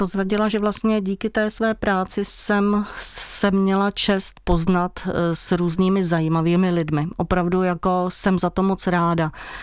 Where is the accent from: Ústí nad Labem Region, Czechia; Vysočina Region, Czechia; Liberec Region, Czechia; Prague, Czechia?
Liberec Region, Czechia; Frýdlant; moved away as an adult; now in Hejnice, Czech Republic; já jsem sice z Frýdlantu, ale teď bydlím asi 15 let v Hejnicích, což je tedy 10 kilometrů.